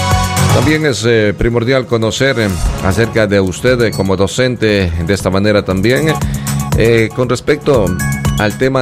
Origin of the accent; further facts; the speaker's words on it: Ecuador; now in Spain; de muchas personas ecuatorianos que de esta manera radicamos acá en el Reino de España. Y este mensaje concretamente llega para quienes somos ecuatorianos